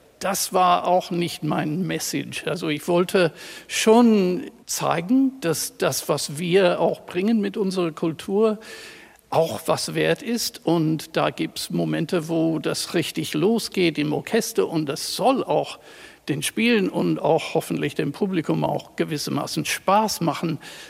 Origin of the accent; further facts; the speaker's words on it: Brisbane, Queensland, Australia; Ich von meiner Heimatstadt Brisbane an der Küste und ich war regelrecht sehr angetan von der Naturwelt, die um mir herum zu hören war